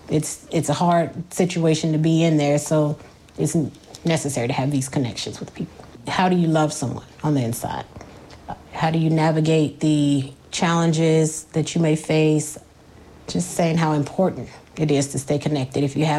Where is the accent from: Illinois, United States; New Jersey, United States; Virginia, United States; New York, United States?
Virginia, United States; Roanoke; I grew up in Roanoke, Virginia.